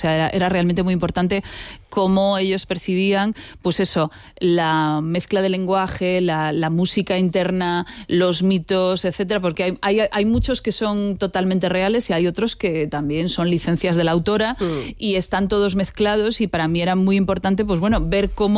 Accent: A Coruña, Galicia, Spain; Soy gallega, digámoslo, soy gallega. Gallega de A Coruña.

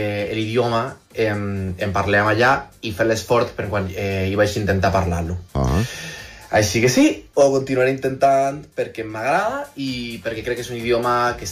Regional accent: Cádiz, Andalusia, Spain; Catalan is a second language; I això per la gent és estrany, perquè soc de Càdiz i vull aprendre català

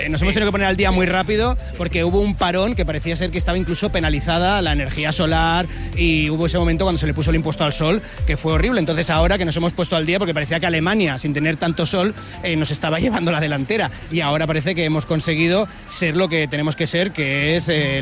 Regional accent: Serón, Andalusia, Spain; En mi pueblo, y ahí en Serón, en Almería, se hace la fiesta del jamón, la feria del jamón cada año

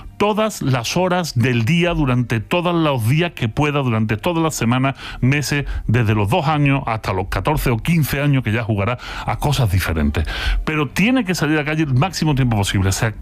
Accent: Mexico; born there; nací en México, que nadie me pregunte por nombres de España.

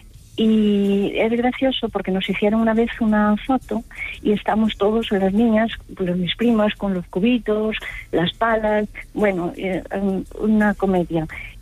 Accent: Galicia, Spain; soy de Galicia profunda, de cerca de la raya con Portugal

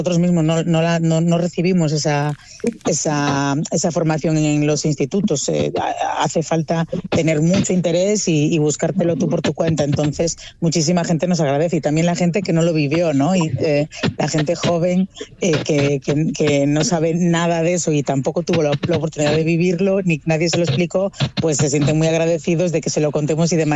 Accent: Galicia, Spain

